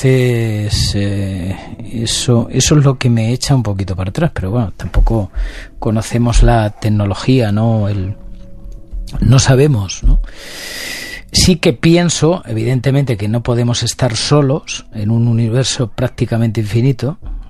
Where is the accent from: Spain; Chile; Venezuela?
Spain; Montiel, Castilla-La Mancha; Castilla-La Mancha, en mi tierra, en Montiel.